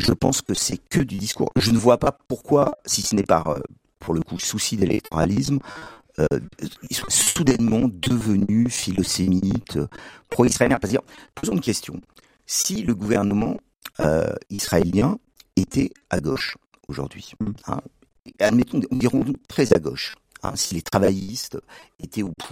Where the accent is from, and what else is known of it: Auvergne-Rhône-Alpes, France